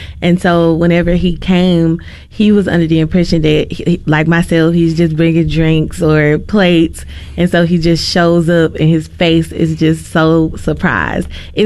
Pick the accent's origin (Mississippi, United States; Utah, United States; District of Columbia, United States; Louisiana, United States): Mississippi, United States; Hattiesburg; I'm born and raised in Hattiesburg